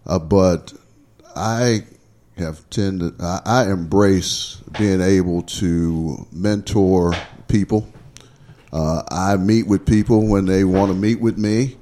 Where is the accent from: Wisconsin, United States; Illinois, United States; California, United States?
California, United States; Berkeley; also born or lived in Arkansas; I grew up in Berkeley, but in 65, 66, we moved back to Arkansas and ended up going to a school that was just integrating that year.